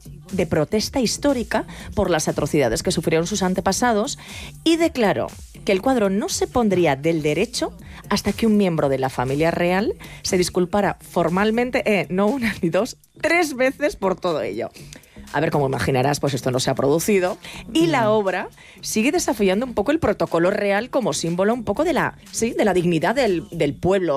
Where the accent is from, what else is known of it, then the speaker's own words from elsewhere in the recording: Aragon, Spain; de Aragón. ¿Tú sabes que yo soy maña?